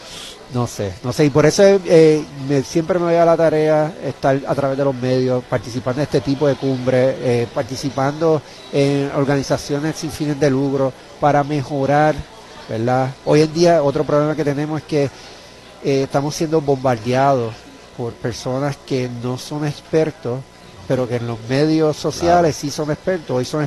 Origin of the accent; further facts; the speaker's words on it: Puerto Rico; Yo me considero, sí, puertorriqueño